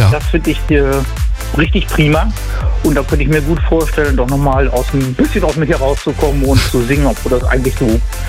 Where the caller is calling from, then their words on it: Osnabrück, Lower Saxony, Germany; Ich komme aus Osnabrück, Dudesheide.